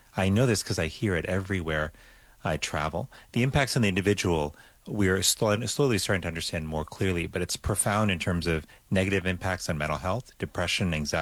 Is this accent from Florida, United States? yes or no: yes; Miami, Florida, United States; It's good to be with you and with my hometown radio station.